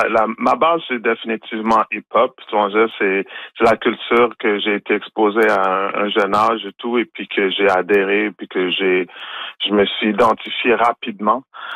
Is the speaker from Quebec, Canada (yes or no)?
yes; Montreal, Quebec, Canada; moi, bon, quand je suis né à Montréal, par exemple, en Haïti, puis j'ai appris le créole au Québec. Mon créole haïtien, je l'ai appris au Québec, donc j'ai pas appris en Haïti.